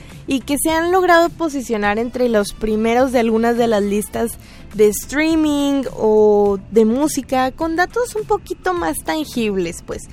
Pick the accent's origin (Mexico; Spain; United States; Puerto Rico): Mexico; muy del estilo de música que nos encanta a nosotros como mexicanos.